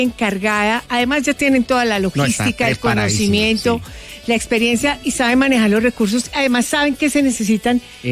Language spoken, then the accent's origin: Spanish; Eje Cafetero, Colombia; O sea, desde mi tierra en el eje cafetero, señora. Porque usted sabe historia que yo soy como el paisaje cultural cafetero, patrimonio del eje cafetero, todo.